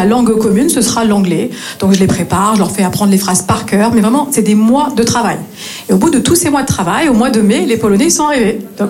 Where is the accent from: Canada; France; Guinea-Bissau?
France; Northeast France; now in Marseille, France